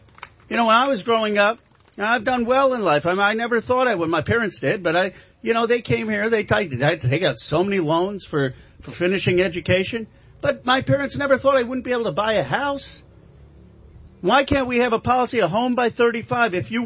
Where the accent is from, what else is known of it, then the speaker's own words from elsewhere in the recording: Pennsylvania, United States; but is working for the people I grew up with in Bucks County, Pennsylvania, is working for every American in every community.